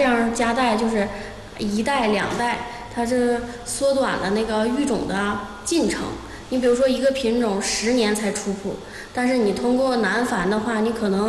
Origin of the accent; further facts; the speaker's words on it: northern China, China; 作为一个北方人就得去慢慢的去适应